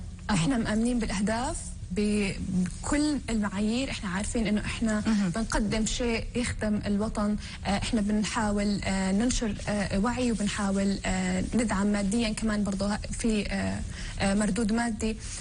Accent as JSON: {"language": "Arabic", "country": "Palestine", "said": "إحنا كفلسطينيين"}